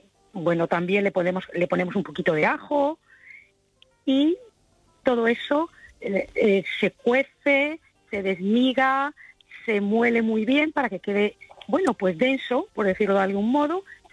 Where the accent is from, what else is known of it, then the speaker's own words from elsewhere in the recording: Granada, Andalusia, Spain; Bueno, yo soy de Granada